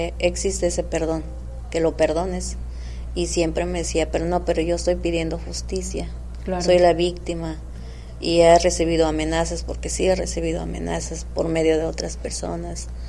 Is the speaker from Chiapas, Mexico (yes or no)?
yes; Chiapas, Mexico; now in Tijuana, Mexico; Yo vengo de Chiapas, soy una persona pues indígena, digamos.